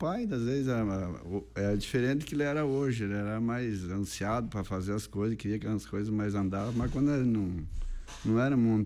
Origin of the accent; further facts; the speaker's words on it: Espumoso, Rio Grande do Sul, Brazil; born there; Nasci em Espumoso, em 64.